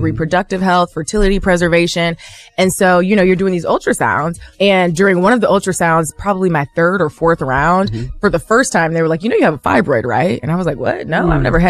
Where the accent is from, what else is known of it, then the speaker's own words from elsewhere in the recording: Toledo, Ohio, United States; But being from Ohio, growing up in Toledo, thank God my parents are still here